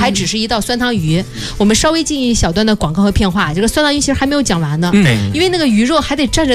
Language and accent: Chinese; southern China, China; 因为我也是南方人